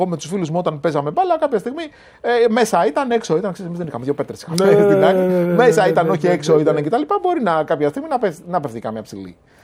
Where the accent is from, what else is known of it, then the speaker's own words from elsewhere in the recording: Peristeri, Attica, Greece; ήμουν μεγάλωσα στη Χωράφα πάνω στο Περιστέρι.